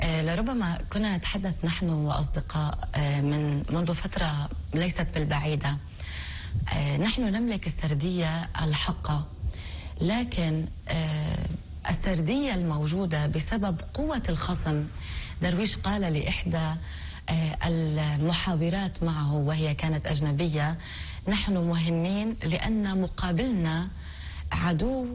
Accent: Palestine

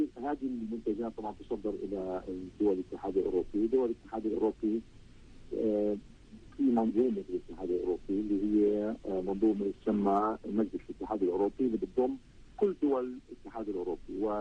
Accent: Palestine

